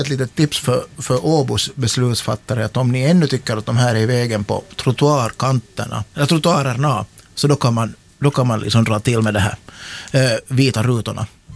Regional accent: Vaasa, Ostrobothnia, Finland; moved away as an adult; now in Turku, Finland; För jag var upp till Vasa, min hemstad.

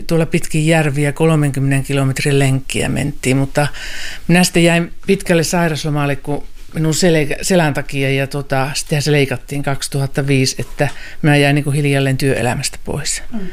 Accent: Sotkamo, Kainuu, Finland; born or raised there; also born or lived in Kajaani

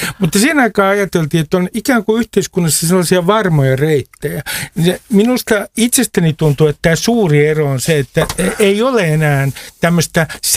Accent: Nummi-Pusula, Uusimaa, Finland; Vuonna 1980 olen Malta nummi pusulasta, joka silloin oli vielä nummi.

